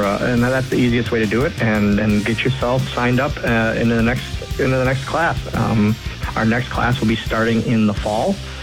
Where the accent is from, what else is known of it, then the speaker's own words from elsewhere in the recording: Oshkosh, Wisconsin, United States; so we started 13 years ago in Oshkosh, my hometown, my whole life. I've lived here literally my whole life.